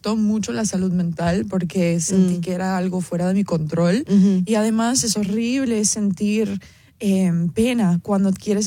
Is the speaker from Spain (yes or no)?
no; Cuba; Obviamente yo soy cubana, libertad. Y además soy reina de belleza.